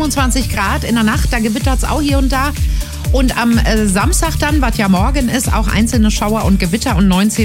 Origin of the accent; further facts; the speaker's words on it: Berlin, Germany; now in Bad Vilbel, Germany; Ich bin in Berlin geboren, da aufgewachsen und mich nach Frankfurt gezogen. Nein, ich wohne jetzt in Bad Vilbel